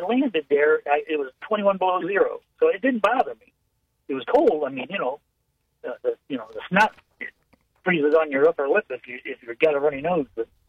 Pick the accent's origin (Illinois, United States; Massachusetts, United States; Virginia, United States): Illinois, United States; Chicago; No, I'm from Illinois. We've talked before. I'm from Chicago.